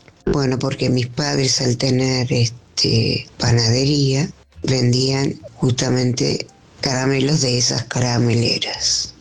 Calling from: Morón, Buenos Aires Province, Argentina; de Morón.

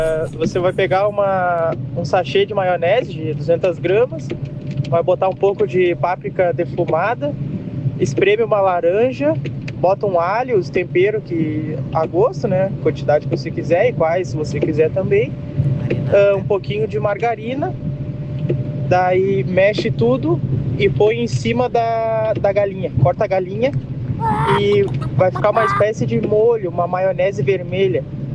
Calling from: Canoas, Rio Grande do Sul, Brazil; sou de Canoas.

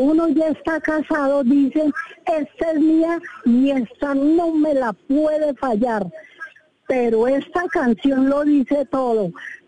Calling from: Nariño, Colombia; Estoy en Viales, Nariño

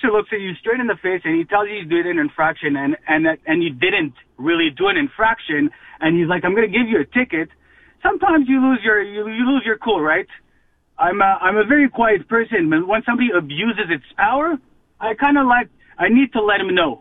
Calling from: Dollard-des-Ormeaux, Quebec, Canada; we are from the West Island in DDO, Dollar Desormo.

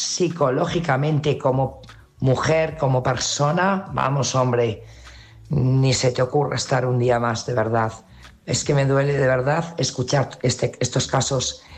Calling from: Burgos, Castile and León, Spain; Feliz inicio de semana … corresponsal de Burgos.

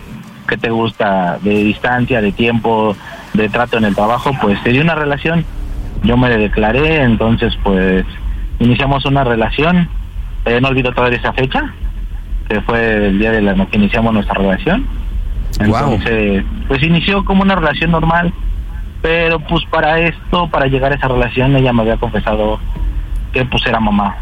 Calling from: Iztapalapa, Mexico City, Mexico; tengo 31 años y soy de Iztapalapa.

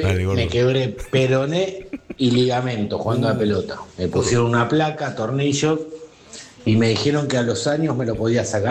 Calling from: Wilde, Buenos Aires Province, Argentina; de Wilde.

